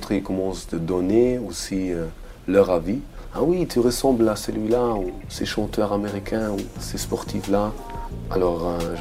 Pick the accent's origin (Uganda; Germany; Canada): Germany; French is a second language; now in Marseille, France; J'ai mon père inconnu, qui doit être un noir américain, un soldat. Et je suis né et grandi en Allemagne. C'est vrai, avec de la couleur en Allemagne, né en 1967, ça crée des problèmes.